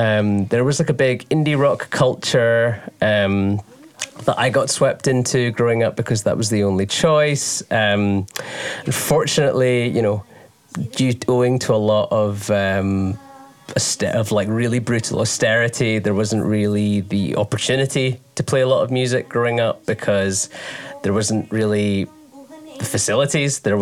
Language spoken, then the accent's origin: English; United Kingdom; also born or lived in Tamil Nadu, India; I was born there, but as you can tell from my voice, I grew up in the UK. And yeah, it's been a long journey of finding out my relationship to being South Indian, my relationship to being Tamil, because I grew up in a very white working class town